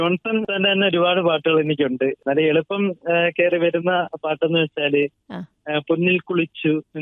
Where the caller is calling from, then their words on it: Kilikolloor, Kerala, India; ഞാൻ കൊല്ലം ജില്ലയിലെ കിളികല്ലൂർ നിന്നാണ് വിളിക്കുന്നത്.